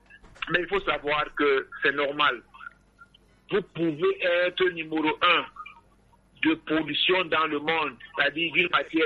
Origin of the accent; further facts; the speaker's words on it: Littoral, Cameroon; chez nous, dans la Sénégal maritime